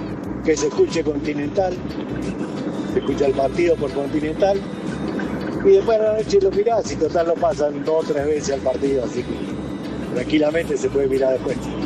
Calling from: Pigüé, Buenos Aires Province, Argentina; de Pigüé.

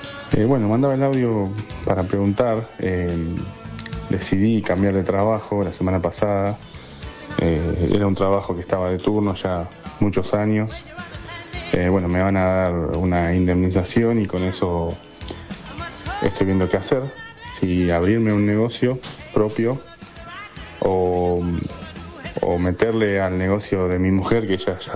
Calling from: Ricardone, Santa Fe, Argentina; Soy de Tauro, nací el 4 de mayo del 89, vivo en Ricardone, provincia de Santa Fe.

